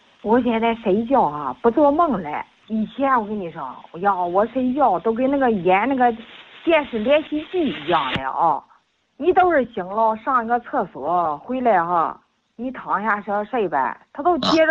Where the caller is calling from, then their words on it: Shijiazhuang, Hebei, China; 我都是石家庄的。